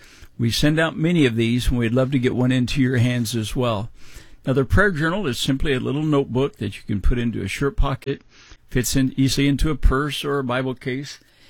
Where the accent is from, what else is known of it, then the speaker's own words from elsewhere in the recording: Midwest, United States; I grew up in the Midwest, and I was used to seeing farmers.